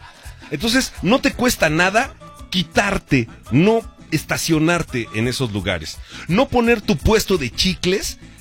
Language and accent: Spanish; Mexico; O sea, somos buenos mexicanos, ¿no?